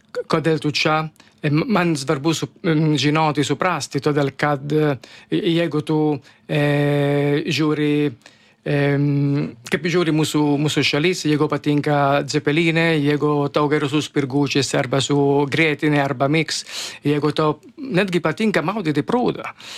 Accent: Italy; Lithuanian is a second language; now in Lithuania; bet aš esu italas.

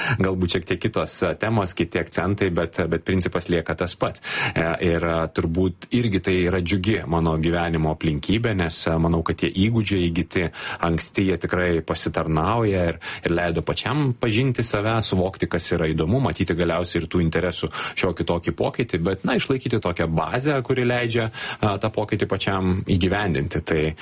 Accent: Vilnius, Vilnius County, Lithuania; born or raised there

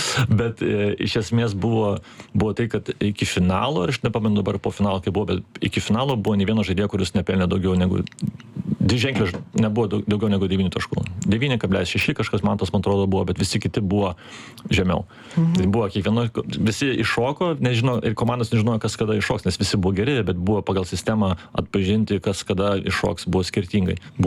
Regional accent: Germany; aš Vokietijoje augau, tai aš kitoje sistemoje augau, bet ir krepšinį kitoje sistemoje augau

